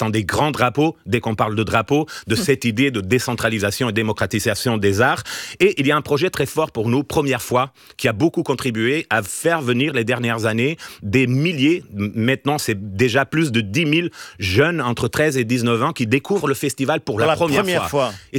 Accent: Portugal; now in France; moi je peux le dire en tant que Portugais, parce que là j'ai pas le risque d'être chauvin

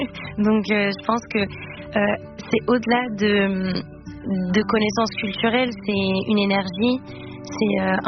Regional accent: France; born there; also born or lived in Florianópolis, Brazil / Goiânia, Brazil / Portugal; je suis née au Brésil, à Florianópolis, une petite île dans le sud. J'ai vécu à Goiânia, Goiás, ensuite au Portugal lors de mes 5 ans, parce que ma mère a décidé de déménager en Europe, et par la suite en France lors de mes 10 ans.

